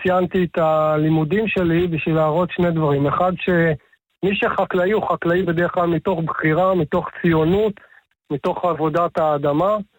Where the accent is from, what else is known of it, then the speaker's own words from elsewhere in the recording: Kfar Yehoshua, Northern District, Israel; אני נשוי עם 4 ילדים, נולדתי וגדלתי בכפר יהושע.